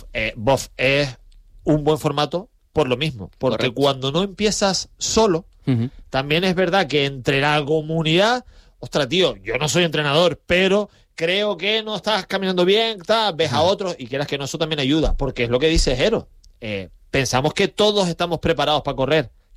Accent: Canary Islands, Spain; Oye, soy natural de Tenerife, así que podría defender mucho ese paseo marítimo de Santa Cruz.

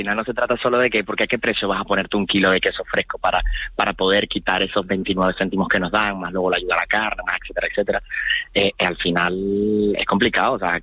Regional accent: Canary Islands, Spain

